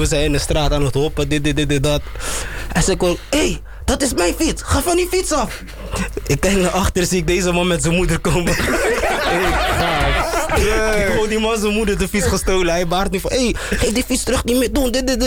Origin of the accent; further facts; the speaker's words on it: The Hague, South Holland, Netherlands; Ik kom uit Den Haag, dus sowieso ken ik het.